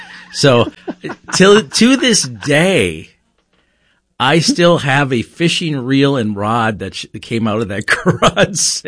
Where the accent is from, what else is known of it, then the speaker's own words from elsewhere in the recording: Eagan, Minnesota, United States; No, I grew up actually down the street here from in Eagan.